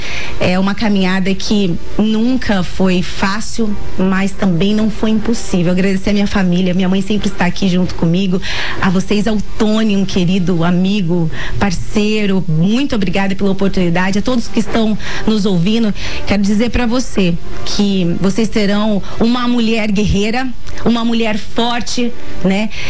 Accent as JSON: {"language": "Portuguese", "town": "Corumbá", "region": "Mato Grosso do Sul", "country": "Brazil", "tie": "born there", "moved": "yes", "lives_now": "Campo Grande, Brazil", "said": "eu sou corumbaense, nasci em Corumbá, né? Tenho esse carinho, Campo Grande é minha cidade do coração que me acolheu, né?"}